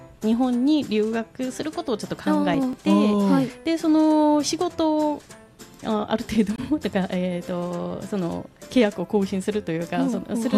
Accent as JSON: {"language": "Japanese", "region": "Seoul", "country": "South Korea", "tie": "born or raised there", "also_born_or_lived": "Jeonju, North Jeolla", "second_language": "Japanese", "moved": "as an adult", "lives_now": "Japan", "said": "実家があるのはソウルで、うん、はい、小学生の時からはずっと、うん、はい、まあほとんどソウルだったんで、はい、多分出身はソウルと言った方がいいかなとも思うんですけど、うん、はい、お父さんもお母さんもジェンシュという、チョンラドという韓国の西の南側の内陸の方なん"}